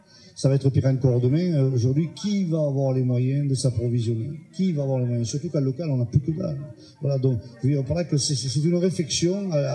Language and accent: French; Pézenas, Occitanie, France; chez nous, à Pézenas